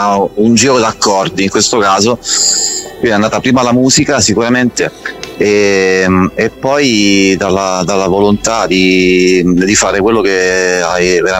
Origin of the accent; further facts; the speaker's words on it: Ascoli Piceno, Marche, Italy; io sono di Ascoli Piceno, e quindi la provincia che confina, delle Marche, che confina con l'Abruzzo.